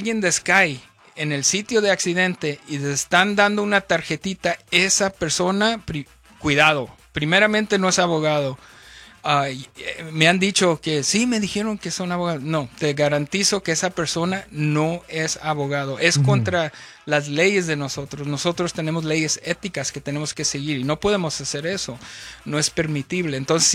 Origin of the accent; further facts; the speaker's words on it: northern Mexico, Mexico; also born or lived in Tijuana / Los Angeles; now in United States; Chihuahua, Chihuahua. Ah, pero somos norteños.